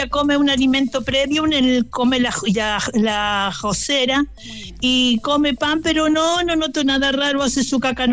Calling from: Quilpué, Valparaíso, Chile; Estoy llamando de Quilpué.

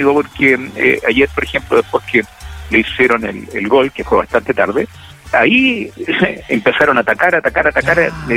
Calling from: Valparaíso, Chile; está bien agradable en todo este sector de la quinta región, Costa Norte

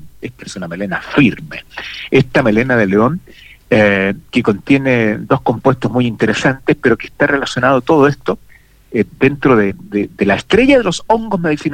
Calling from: Valparaíso, Chile

